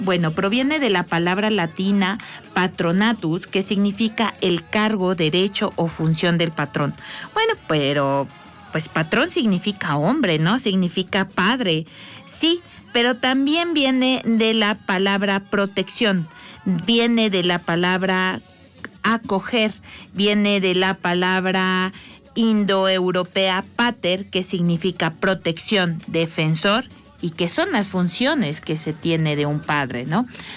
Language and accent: Spanish; Mexico; que nos unió como mexicanos